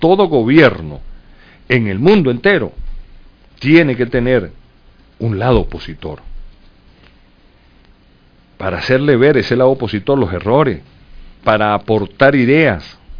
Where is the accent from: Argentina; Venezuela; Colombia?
Venezuela